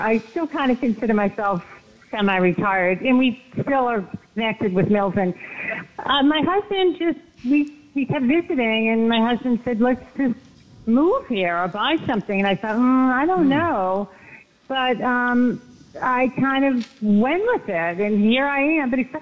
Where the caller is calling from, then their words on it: Puerto Rico; I am calling from Puerto Rico.